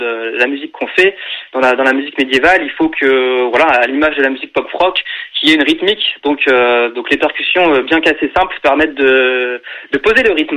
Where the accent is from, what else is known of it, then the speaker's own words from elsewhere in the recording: Caen, Normandy, France; on vient bien de Normandie, de Caen.